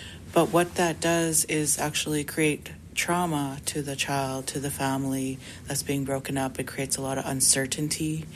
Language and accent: English; Grand Rapids, Manitoba, Canada; born or raised there